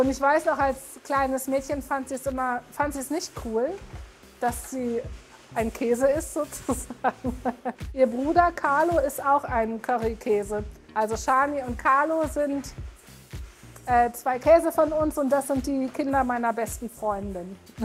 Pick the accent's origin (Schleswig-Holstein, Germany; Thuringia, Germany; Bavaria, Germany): Schleswig-Holstein, Germany; Rendsburg; wie ich zur Abiturzeit mit meinem Vater auf dem Wochenmarkt in Rendsburg war, wo ich aufgewachsen bin.